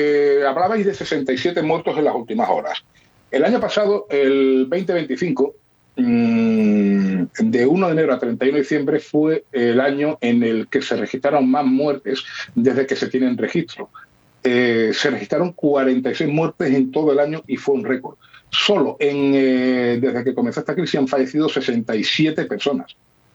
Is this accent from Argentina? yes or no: no; Ceuta, Spain; Nacido, criado y residente en Ceuta.